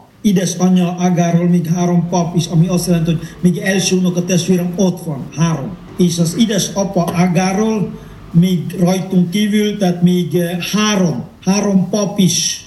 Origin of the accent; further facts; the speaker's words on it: Indonesia; born there; Hungarian is a second language; moved away; Eddig az egész szigeten a minden plebános minden plebános csak holland papok voltak. Én gyermekkoromban is így nőttem föl holland plebánosok mellett.